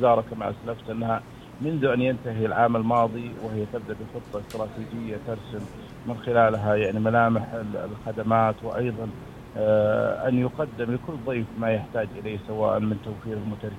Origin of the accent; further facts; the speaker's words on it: Saudi Arabia; نحن كمواطنين سعوديين